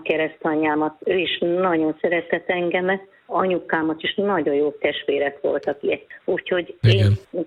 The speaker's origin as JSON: {"language": "Hungarian", "region": "Budapest", "country": "Hungary", "tie": "born there", "said": "Zuglóba laktak albérletbe. Én amerikai úti születtem, az Uzsoki, nem, az Uzsoki kórházba"}